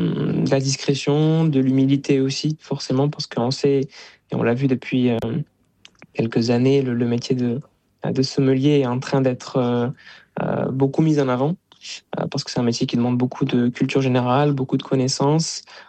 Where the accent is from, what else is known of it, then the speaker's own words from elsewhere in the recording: Bayonne, Nouvelle-Aquitaine, France; Moi, je suis originaire de Bayonne, donc j'ai des parents restaurateurs. Donc, je suis né, j'ai grandi dans le restaurant familial.